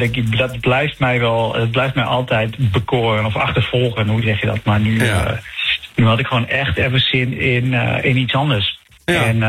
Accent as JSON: {"language": "Dutch", "region": "Overijssel", "country": "Netherlands", "said": "nou kom ik uit Twente"}